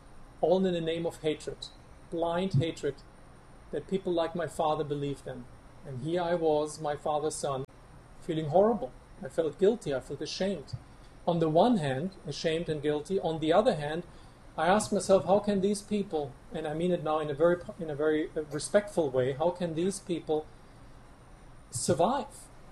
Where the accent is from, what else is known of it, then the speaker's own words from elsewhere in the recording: Germany; But now I'm back in Germany.